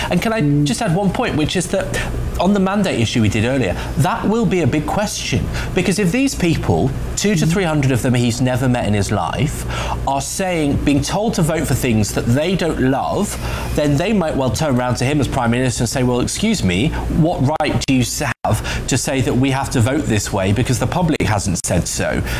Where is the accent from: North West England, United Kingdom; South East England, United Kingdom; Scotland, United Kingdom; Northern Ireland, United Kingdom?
North West England, United Kingdom; we're both from the Manchester area